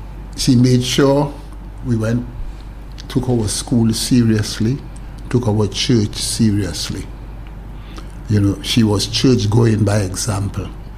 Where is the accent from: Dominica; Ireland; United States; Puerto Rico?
Dominica; Marigot, Saint Andrew Parish; And there I was born in Marigot.